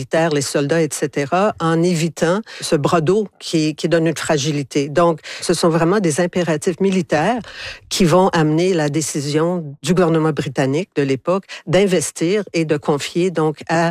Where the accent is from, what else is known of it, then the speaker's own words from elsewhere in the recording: Ottawa, Ontario, Canada; born there; Oui, en fait, je suis née à Ottawa, ma mère est née à Ottawa, mon grand-père est né à Ottawa, donc j'ai des racines outaouaises profondes.